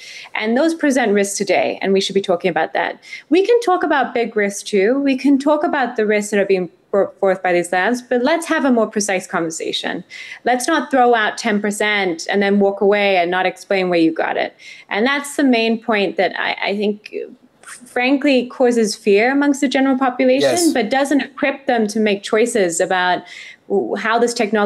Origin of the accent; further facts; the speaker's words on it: Mozambique; when I was growing up, I grew up in Africa, actually, in Mozambique. And I remember access to the internet, how it changed my life, access to cell phones.